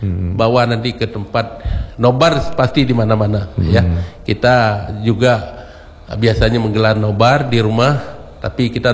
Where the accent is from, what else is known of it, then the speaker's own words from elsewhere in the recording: Meulaboh, Aceh, Indonesia; now in Banda Aceh, Indonesia; kampung saya di Melabo ya. Itu ada sawah, ada gunung, ada ini, ada bisa padi, bisa peternak ya, ada peternakan.